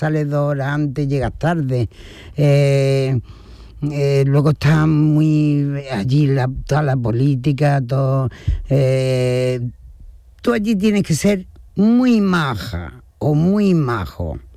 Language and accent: Spanish; Seville, Andalusia, Spain; also born or lived in Antequera; Y nos vinimos para acá, con lo cual yo desde que tengo un año vivo en Sevilla, me considero más sevillana